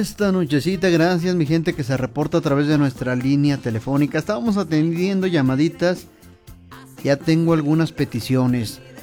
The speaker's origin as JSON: {"language": "Spanish", "country": "Mexico", "said": "No, pues yo soy de México, acá no es de... Acá no hay pertenencias."}